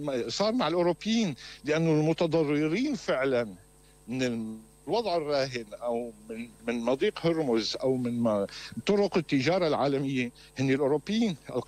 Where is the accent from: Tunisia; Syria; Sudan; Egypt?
Syria; moved away as an adult; now in France; أنا مواطن سوري وبحب بلدي وصلي 40 سنة هون بفرنسا.